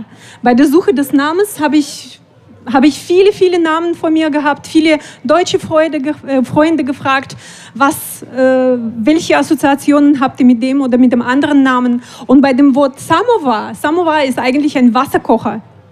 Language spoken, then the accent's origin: German; Tomsk, Tomsk Oblast, Russia; now in Offenburg, Germany; Also ich komme aus einer sibirischen Stadt Tomsk und bei uns in Tomsk haben wir ein sehr großes deutsch-russisches Haus, weil viele Leute mit deutscher Herkunft in Sibirien leben und in meiner Stadt Tomsk.